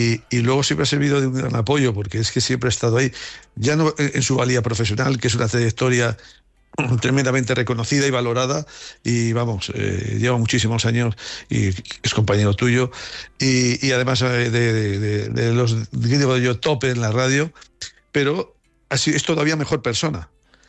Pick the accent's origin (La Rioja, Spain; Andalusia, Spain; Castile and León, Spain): La Rioja, Spain; Haro; el sentir a Haro como, insisto, como nuestro pueblo, porque bueno. Pues así nos hemos criado